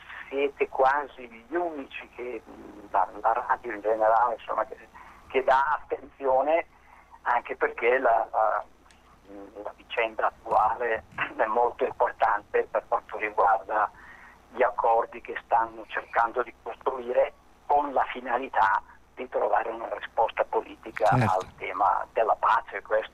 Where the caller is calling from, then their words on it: Lombardy, Italy; Chiamo dal Lago di Seo